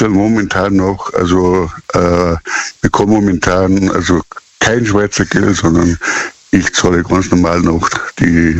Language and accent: German; Rosenheim, Bavaria, Germany; Also wie gesagt, ich komme aus Rosenheim, sprich aus Bayern.